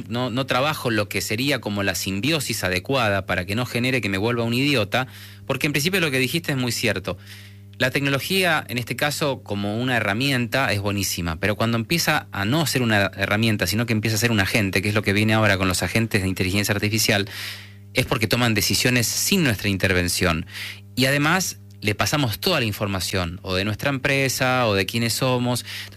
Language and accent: Spanish; Argentina; sí afuera se dan cuenta que soy argentino porque tengo algo de acento, ¿no? Pero no es muy marcado.